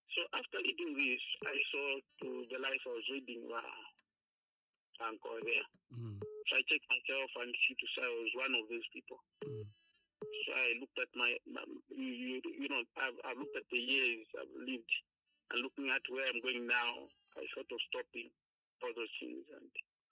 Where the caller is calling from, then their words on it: Lusaka, Lusaka Province, Zambia; I'm calling you from … here in Lusaka, Zambia.